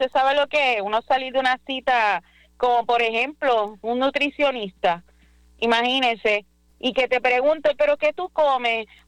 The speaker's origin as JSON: {"language": "Spanish", "country": "Puerto Rico"}